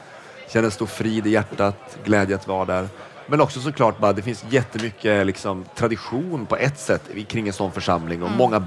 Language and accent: Swedish; Norrland, Sweden; moved away as an adult; also born or lived in Småland; now in Stockholm, Sweden; Jag är från Norrland egentligen. Mm. Så jag är uppvuxen i norra Sverige.